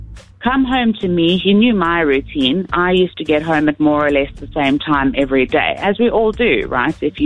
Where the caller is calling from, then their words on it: Johannesburg, Gauteng, South Africa; I'm listening from 4A's Johannesburg.